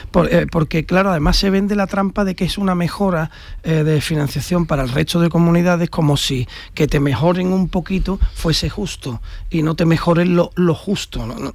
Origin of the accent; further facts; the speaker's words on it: Andalusia, Spain; Y por supuesto, yo como andaluz creo que estoy bien defendido por un gobierno que rechaza esto